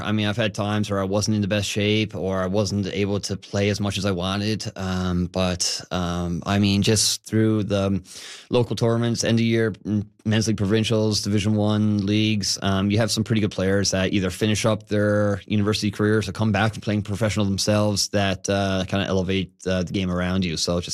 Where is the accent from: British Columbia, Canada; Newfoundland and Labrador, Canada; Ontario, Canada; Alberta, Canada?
Newfoundland and Labrador, Canada; Labrador City; born there; also born or lived in Corner Brook; So we moved around a little bit. I was born in Lab City.